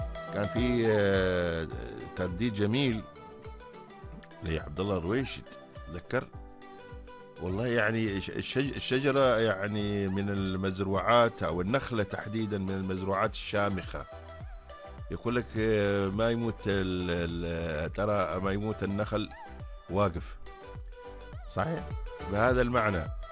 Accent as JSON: {"language": "Arabic", "country": "Oman", "said": "اللهم احفظ بلادنا سلطنة عمان"}